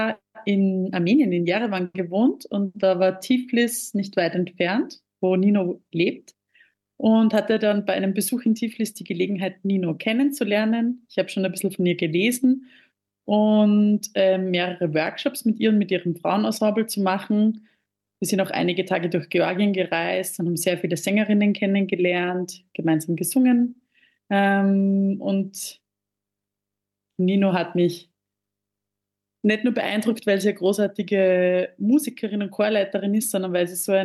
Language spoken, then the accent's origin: German; Styria, Austria; Also ich komme aus der Obersteiermark